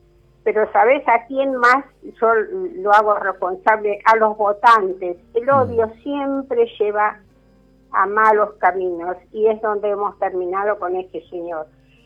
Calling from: Ezeiza, Buenos Aires Province, Argentina; soy de Ezeiza

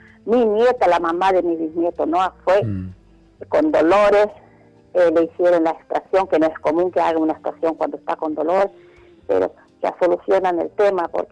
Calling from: Pilar, Buenos Aires Province, Argentina; soy de Pilar, Lago Mertino.

